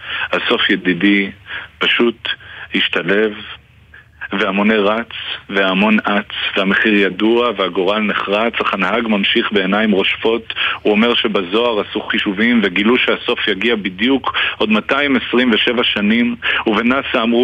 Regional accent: Jerusalem, Jerusalem District, Israel; לא, אני גדלתי בירושלים, ירושלים, כל הזמן, רגע לפני גאולה, אנחנו ממש מתורגלים בתחושה הזאת

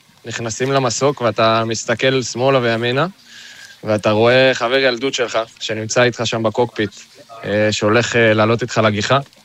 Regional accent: Tel Mond, Central District, Israel; אנחנו גדלנו ביחד בתל מונד, חברים מכיתה א'

